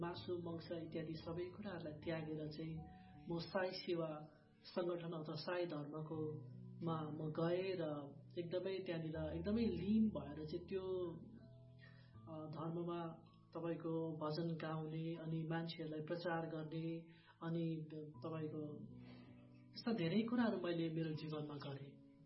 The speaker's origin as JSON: {"language": "Nepali", "town": "Mirik", "region": "West Bengal", "country": "India", "tie": "born there", "also_born_or_lived": "Fikkal, Ilam, Nepal", "said": "मेरो घर इन्डियाको दार्जिलिङको मिरिक भन्ने ठाउँमा, र मेरो जन्मस्थान चाहिँ इलामको फिक्कल भन्ने ठाउँमा, मेरो आमाको घरमा म जन्मेको हुँ।"}